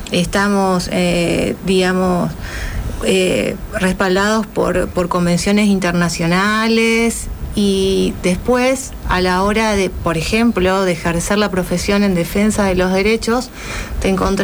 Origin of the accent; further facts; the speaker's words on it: Argentina; siento esa desprotección como ciudadana y como argentina